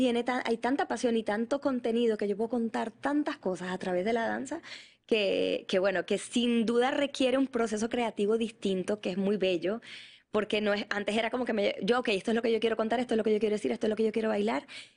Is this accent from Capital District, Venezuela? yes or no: no; Maracaibo, Zulia, Venezuela; moved away as an adult; yo soy venezolana, no sé si lo había dicho. Pero cuando me fui de Maracaibo, tenía ya la escuela más de 25 años de fundada.